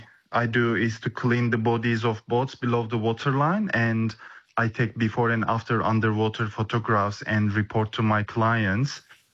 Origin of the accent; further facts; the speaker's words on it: Turkey; now in Australia; I grew up in Mediterranean Sea, and it's so colorful. It's beautiful.